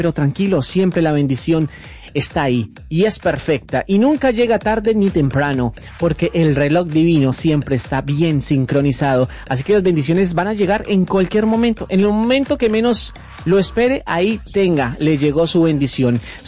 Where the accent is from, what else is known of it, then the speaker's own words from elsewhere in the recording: Colombia; un colombiano